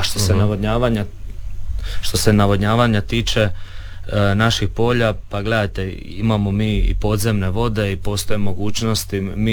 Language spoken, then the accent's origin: Croatian; Škabrnja, Zadar County, Croatia; ja dolazim isto iz Škabrnje